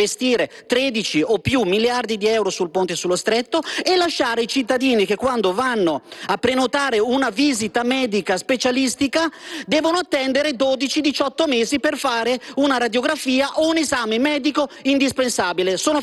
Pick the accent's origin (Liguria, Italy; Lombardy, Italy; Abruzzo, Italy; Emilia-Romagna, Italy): Lombardy, Italy; io ad esempio sono lombardo